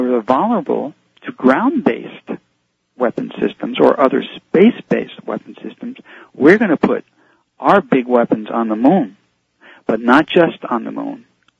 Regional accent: United States; I'm an American.

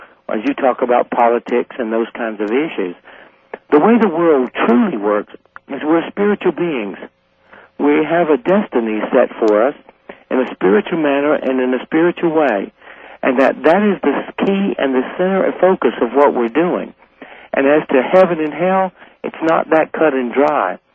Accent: Southern United States, United States; I grew up fighting in the South.

